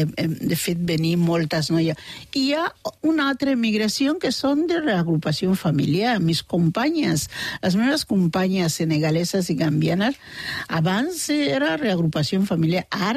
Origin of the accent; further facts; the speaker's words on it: Balearic Islands, Spain; Sí, home, si de petita jo anava a casa d'ella a estudiar a Mallorca. La mare és molt, molt amiga i tota la família Buica són del meu, som del mateix p